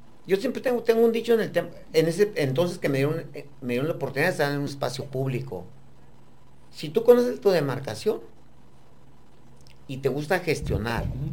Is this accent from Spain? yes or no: no; Tijuana, Baja California, Mexico; soy de Tijuana, me tocó vivir el crecimiento, me tocó vivir el crecimiento de la zona este y de todo Tijuana, ¿no? Pero de la zona este más, porque te comento, yo estuve hasta los 12 años en Huaycura y luego nos cambiamos a Otay.